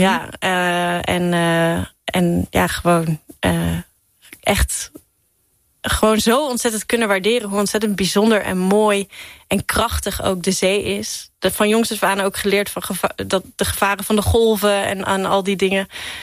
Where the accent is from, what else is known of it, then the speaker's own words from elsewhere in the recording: Middelburg, Zeeland, Netherlands; moved away; ik kom uit Zeeland. Ik kom uit Middelburg.